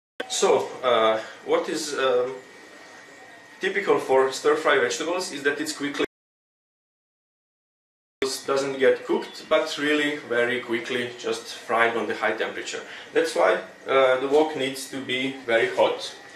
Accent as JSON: {"language": "English", "country": "Croatia", "second_language": "English", "said": "I'm from Croatia, and we are here at our newest cooking lesson."}